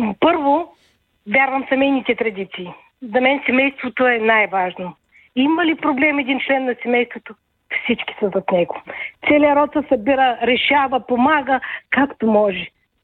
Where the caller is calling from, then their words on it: Varna, Varna Province, Bulgaria; съм от Варна.